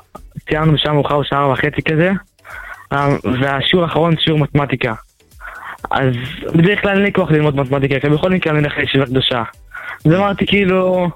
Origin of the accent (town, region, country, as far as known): Ramat Gan, Tel Aviv District, Israel